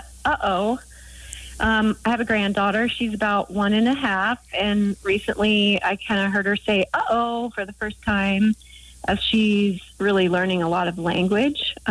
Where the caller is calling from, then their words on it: Seattle, Washington, United States; I'm calling from the Seattle area.